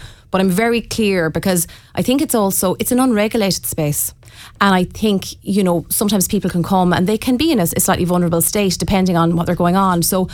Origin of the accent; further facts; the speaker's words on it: Bohola, County Mayo, Ireland